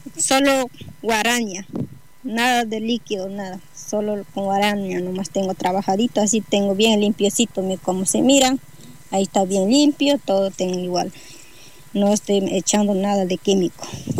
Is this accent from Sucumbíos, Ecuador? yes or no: yes; Lago Agrio, Sucumbíos, Ecuador; Yo soy quichua, soy del Lago Agrio.